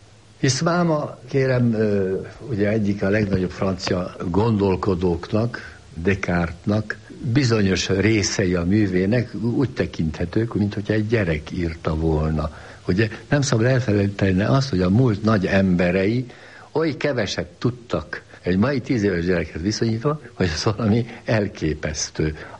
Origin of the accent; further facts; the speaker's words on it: Hungary; born there; A tény, ugye, hogy Magyarországon születtem, hogy magyar szüleim voltak, ugye, hogy magyar tájképet ismertem, hogy a magyar gyümölcsöket ettem